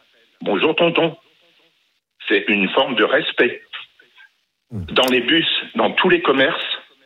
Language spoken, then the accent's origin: French; Hauts-de-France, France; moi, je suis un peu du Nord aussi, je suis Picard.